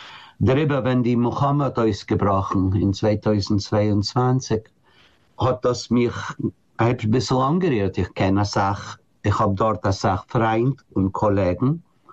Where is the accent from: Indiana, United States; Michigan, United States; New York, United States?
New York, United States; Bronx; German is a second language; Ich bin geboren in New York, aufgewachsen in die Bronx, in einer ganz eigenartigen Zwiebe, auf der also gerufener Bainbridge Avenue